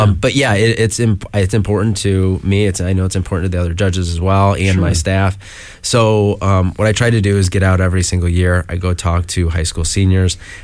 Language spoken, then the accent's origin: English; United States; I grew up just outside of Bowling Green, and mm-hmm. that's where I did a lot of driving.